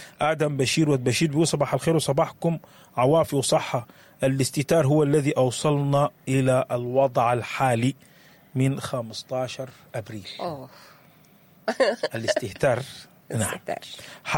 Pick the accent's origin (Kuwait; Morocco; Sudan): Sudan; لو إحنا رجعنا لها كسودانيين